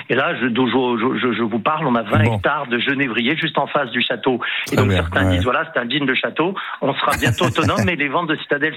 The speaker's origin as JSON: {"language": "French", "country": "France", "said": "Et alors, je vais vous le dire, en plus, en tant que Français, un petit coup de cocorico très rapide."}